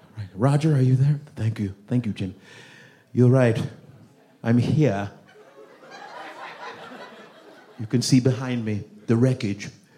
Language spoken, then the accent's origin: English; Nigeria; You know it's a Nigerian because our name comes right off the fucking jersey.